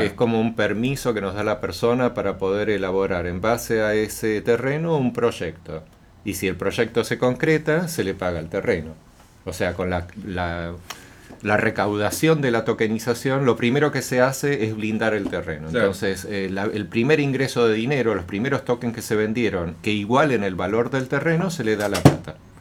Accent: Argentina; also born or lived in Chile; O sea, yo soy argentino y chileno y vivo mucho tiempo en el exterior.

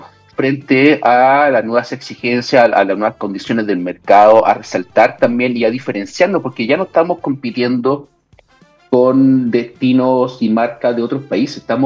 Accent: Chile; nosotros mismos como chilenos

